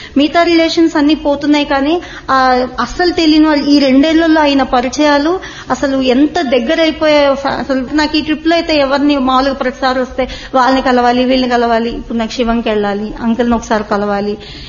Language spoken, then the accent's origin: Telugu; Telangana, India; నేను ఇక్కడే పుట్టి పెరిగాను, ఆల్మోస్ట్ వారానికి ఒకసారి కోటికి వెళ్లేదాన్ని.